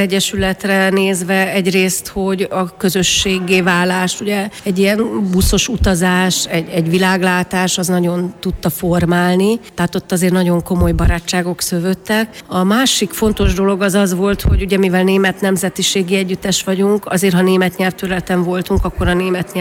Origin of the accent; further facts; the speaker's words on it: Szigetcsép, Pest, Hungary; now in Taksony, Hungary; Szigetcsépen, ahol én fölnőttem, ott abban a szerencsés helyzetben voltam, hogy ott párhuzamosan a szerb-horvát és a német nemzetiség is együtt élt